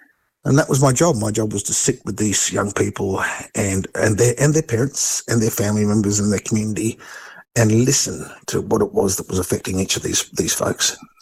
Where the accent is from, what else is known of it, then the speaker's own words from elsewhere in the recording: Australia; as Australians